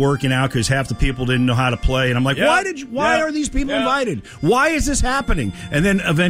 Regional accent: United States; You know, I'm American.

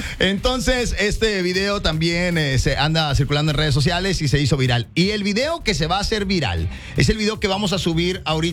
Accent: Mexico; obviamente somos mexicanos

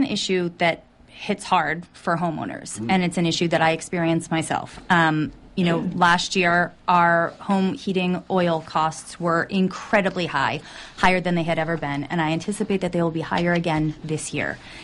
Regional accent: Pembroke, Massachusetts, United States; I grew up in Pembroke.

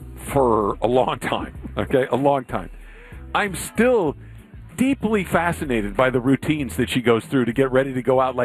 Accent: Arcadia, California, United States; Like, you know, growing up in Arcadia and which is right next to Monrovia

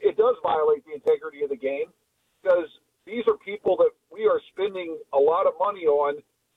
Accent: Cincinnati, Ohio, United States; I've gone back and forth. I grew up in Cincinnati, okay. So I'm Big Red Machine guy.

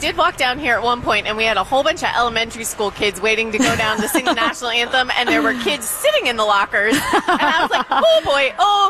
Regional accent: East Coast, United States; now in St. Louis, United States; I grew up on the East Coast.

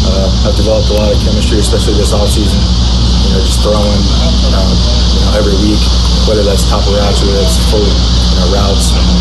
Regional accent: Indiana, United States; I'm from Indiana, so.

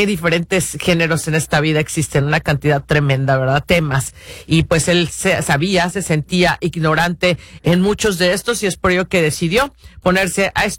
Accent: Guadalajara, Jalisco, Mexico; Yo soy Tapatía

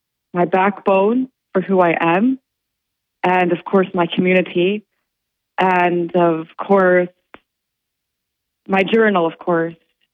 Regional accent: Binghamton, New York, United States; born there; I was born in Binghamton, New York, right here, and here in the Southern Tier. And then I went to Austria because my family, my grandmother is Austrian Polish. So I grew up in Austria and in Germany

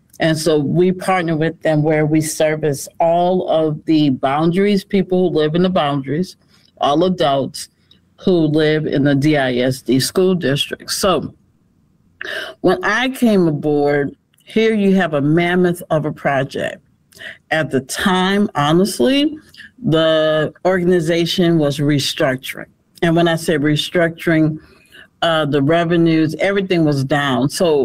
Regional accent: New Orleans, Louisiana, United States; moved away; I'm originally from New Orleans.

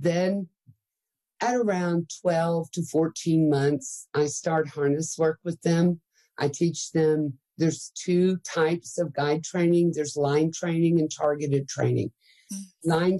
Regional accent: Texas, United States; Well, I'm a Texan. I have long legs.

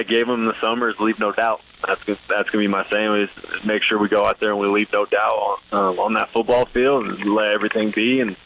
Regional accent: Olathe, Kansas, United States; moved away as an adult; Yeah, so again … I'm originally from Olathe, Kansas. I'm born and raised, went to St. Thomas Aquinas High School.

